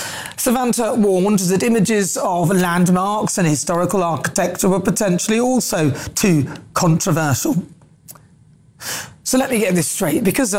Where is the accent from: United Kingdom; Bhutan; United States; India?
United Kingdom; I, for one, are so proud of being British.